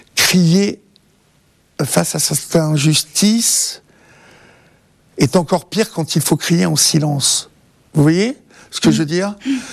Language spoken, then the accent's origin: French; Évreux, Normandy, France; Vous savez cette chanson que j'entendais quand j'étais enfant de cœur à Évreux